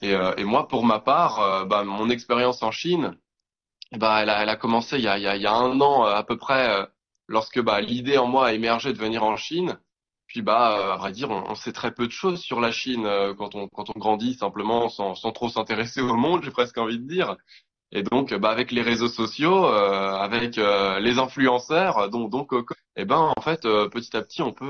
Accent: France; quand on voit en vrai des immeubles qui font 50, 60 étages quand on vient de France, où un immeuble va rarement faire plus de 12 étages, c'est très impressionnant.

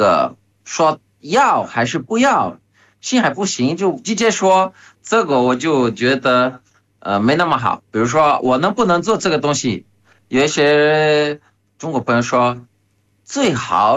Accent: Brazil; moved away; 我们巴西人是比较 热情，比较太多了，太热情了。

